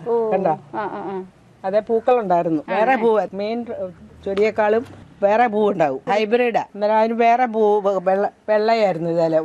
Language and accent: Malayalam; Changanassery, Kerala, India; Changanassery.